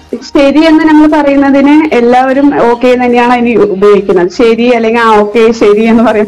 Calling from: Kozhinjampara, Kerala, India; കൊഴിഞ്ഞാൻ

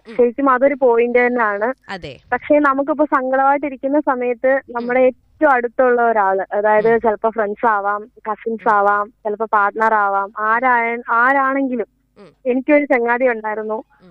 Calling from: Kerala, India; ഞാനും അവക്കാവിന്ന് വിളിക്കുന്നു.

